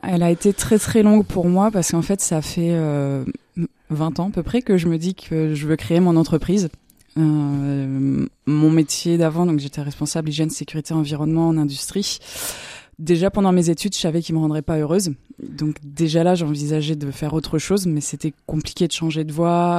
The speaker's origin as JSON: {"language": "French", "region": "Grand Est", "country": "France", "moved": "yes", "said": "Moi je suis originaire d'Alsace en fait"}